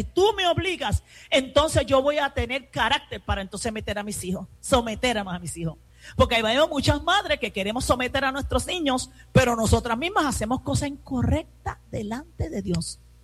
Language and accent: Spanish; Puerto Rico; No, tú lo coges como buena puertorriqueña, hasta por las greñas.